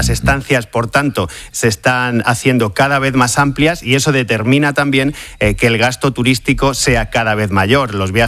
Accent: Murcia, Region of Murcia, Spain; Sin ir más lejos, yo soy de Murcia

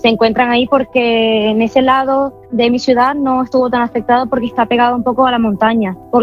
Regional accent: Venezuela; now in Spain; Valencia, que es un estado que se encuentra en mi país.

